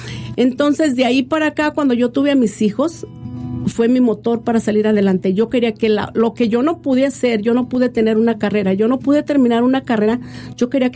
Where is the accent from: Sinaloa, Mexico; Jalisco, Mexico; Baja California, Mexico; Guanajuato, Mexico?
Guanajuato, Mexico; Ciudad Manuel Doblado; yo soy de Ciudad Manuel Doblado, Guanajuato.